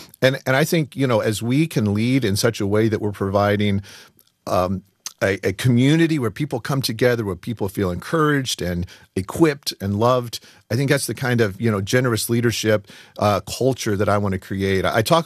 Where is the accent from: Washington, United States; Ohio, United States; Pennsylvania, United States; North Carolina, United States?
Ohio, United States; Dayton; also born or lived in Key West; I was just 2 years old at the time. And we moved from Key West, Florida, up to Southwest Ohio, outside of Dayton, Ohio.